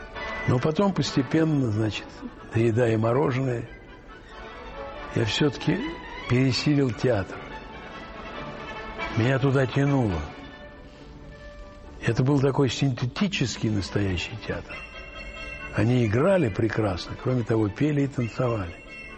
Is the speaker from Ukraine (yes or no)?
no; Moscow, Russia; Дряной москвич. Родился я на Матросской тишине, который напротив психиатрической больницы, тюрьмы, рынка.